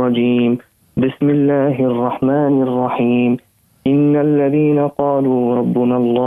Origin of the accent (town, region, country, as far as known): Sousse, Sousse Governorate, Tunisia